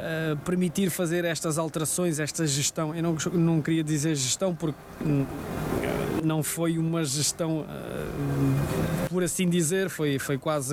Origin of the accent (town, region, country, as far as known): Portugal